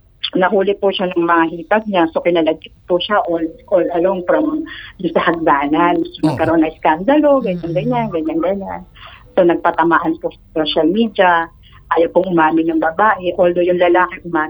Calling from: Cavite, Calabarzon, Philippines; taga Cavite po.

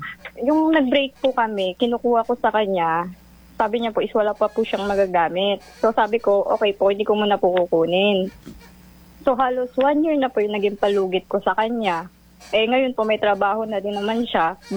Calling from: Puerto Princesa, Mimaropa, Philippines; Taga dito lang po sa Bangkaw-Bangkaw po.

